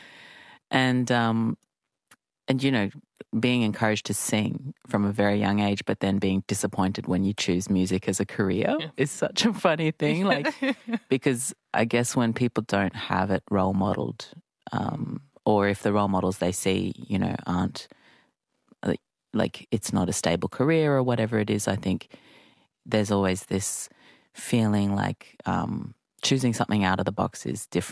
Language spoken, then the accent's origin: English; Townsville, Queensland, Australia; I think, you know, I was born in Townsville and grew up there